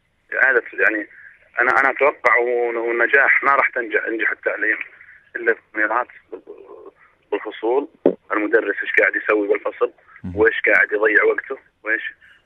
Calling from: Al-Qassim, Saudi Arabia; من القصيم نعم.

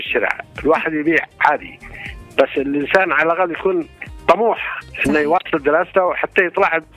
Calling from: Lahij, Yemen

